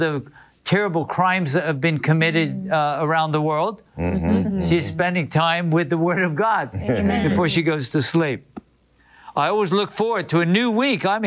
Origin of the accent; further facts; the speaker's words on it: United Kingdom; born there; moved away; I was born in the UK, right?